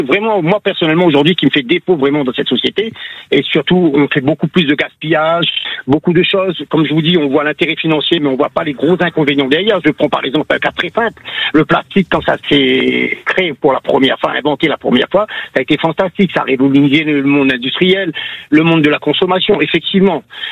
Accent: Réunion, France; now in Canet-en-Roussillon, France

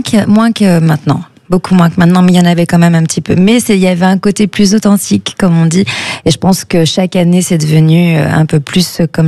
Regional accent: Addis Ababa, Ethiopia; also born or lived in Côte d'Ivoire; En fait, je suis née en Côte d'Ivoire et on est parti 6 mois plus tard, on est parti en Éthiopie, à Addis Abeba.

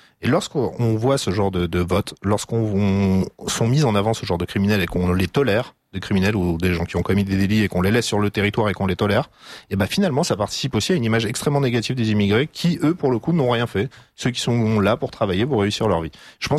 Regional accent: France; Je suis français, monsieur. Je suis français.

